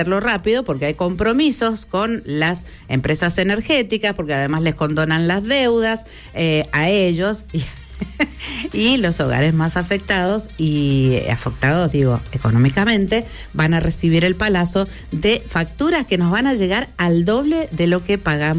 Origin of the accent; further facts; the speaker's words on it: Mendoza, Argentina; el cachetazo que hemos recibido como mendocinos